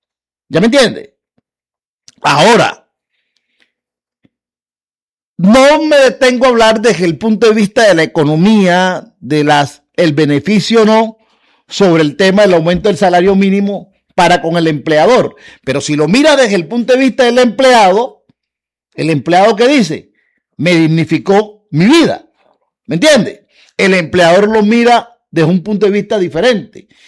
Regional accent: Cartagena, Bolívar, Colombia; como ciudadano colombiano y particularmente de pertenecer a estas regiones, aquí a la ciudad.

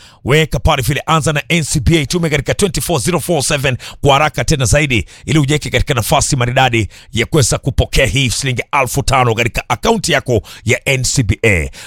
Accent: Nyeri County, Kenya; katika mahakama 47 natoka pande za Nyeri.

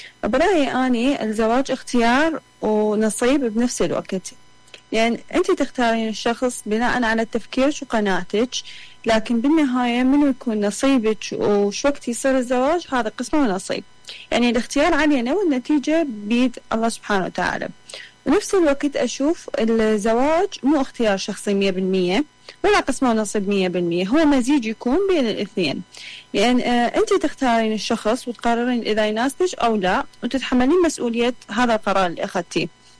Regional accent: Kirkuk, Kirkuk Governorate, Iraq; من كركوك.

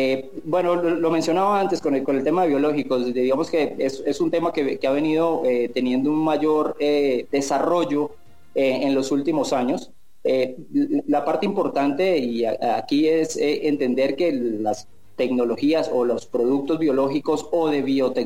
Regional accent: Bucaramanga, Santander, Colombia; now in Mexico; En Bucaramanga, soy de Bucaramanga.

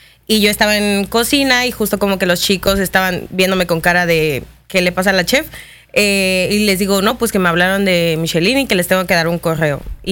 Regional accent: Mérida, Yucatán, Mexico; born there; Sí, yo soy yucateca.

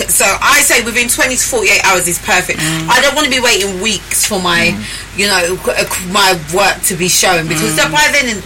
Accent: the north of England, United Kingdom; I'm like from up north, so I say fur.

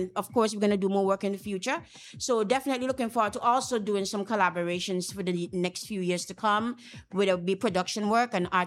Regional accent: Camden Park, St. Vincent & Grenadines; moved away; I come from Camden Park originally.

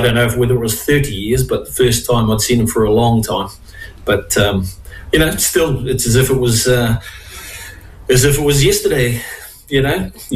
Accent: New Zealand; I'd born and bred in New Zealand

